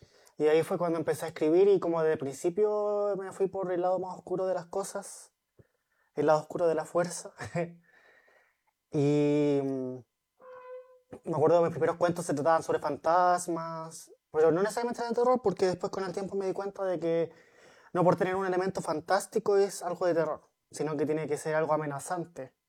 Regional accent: Los Ángeles, Biobío, Chile; born there; Yo soy de... O sea, originalmente nací en Los Ángeles, el 2 de diciembre, y tengo 27 años.

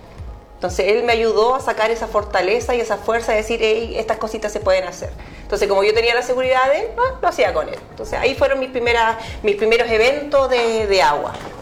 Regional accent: Tomé, Biobío, Chile; Yo nací acá en Tomé el 11 de diciembre de 1974.

